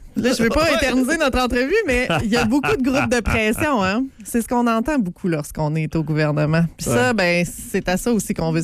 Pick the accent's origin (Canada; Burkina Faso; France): Canada; Montmagny, Quebec; Moi, je viens de Montmagny, là, la rive sud de Québec.